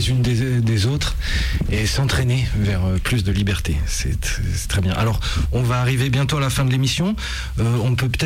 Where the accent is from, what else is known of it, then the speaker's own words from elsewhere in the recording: France; donc chez nous, en France.